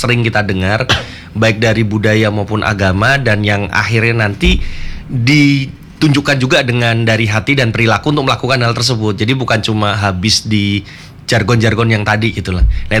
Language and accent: Indonesian; Yogyakarta, Special Region of Yogyakarta, Indonesia; Oh, saya asli Jogja.